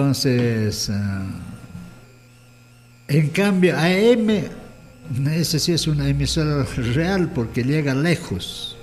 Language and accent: Spanish; Cusco, Peru; Al distrito de Rondocan, en mi provincia de Acomayo, a través de Radio Municipal